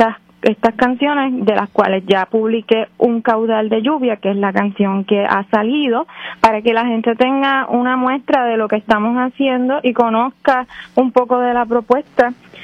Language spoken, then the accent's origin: Spanish; Puerto Rico; la herencia de nosotros como boricua, porque yo siempre tengo la mancha de plátano ahí.